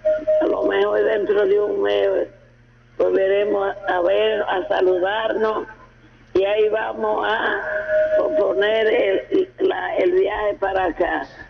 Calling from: Navarrete, Santiago, Dominican Republic; Para mi pueblo Navarrete

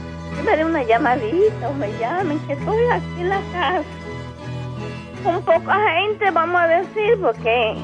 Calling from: Pontón, La Vega, Dominican Republic; aquí en Pontón.

